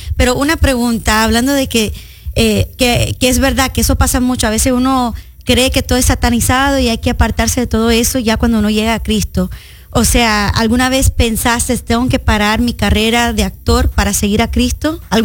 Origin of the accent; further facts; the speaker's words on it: United States; born there; no soy de Colombia, soy nacida aquí en los Estados Unidos.